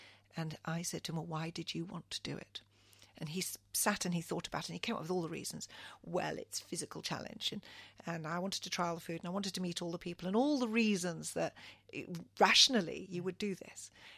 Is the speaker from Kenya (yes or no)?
yes; Kenya; now in United Kingdom; I come from a third world country. I was born in Kenya, East Africa, of two parents who were born in Kenya and Uganda. So I'm second generation born there. We were forcibly repatriated and fortunately have, you know, found a beautiful home here in the UK.